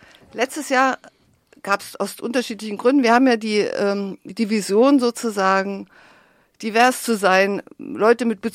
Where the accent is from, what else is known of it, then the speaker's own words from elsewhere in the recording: Weimar, Thuringia, Germany; ist ein ganz alter Freund von mir, ich komme ja auch aus Weimar, der Volle.